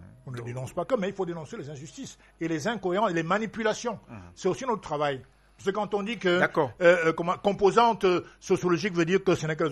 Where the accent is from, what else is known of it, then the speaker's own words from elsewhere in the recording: Douala, Littoral, Cameroon; Je suis né à Douala, monsieur. Voilà, je suis autochtone, baganté de Douala.